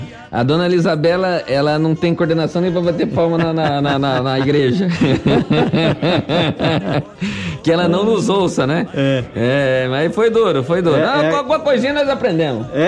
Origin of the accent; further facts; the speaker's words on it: Lajeado Novo, Maranhão, Brazil; sou de Vilas Brejão, Lajeado Novo, no Maranhão, um abraço pra todo o povo aí do Maranhão